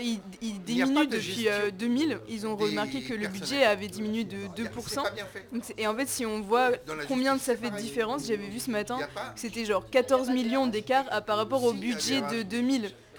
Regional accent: Montreuil, Île-de-France, France; moi je suis de Montreuil, j'ai fait toute ma scolarité dans le public à Montreuil.

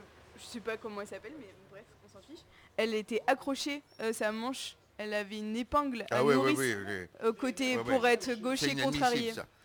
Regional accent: Montreuil, Île-de-France, France; moi je suis de Montreuil, j'ai fait toute ma scolarité dans le public à Montreuil.

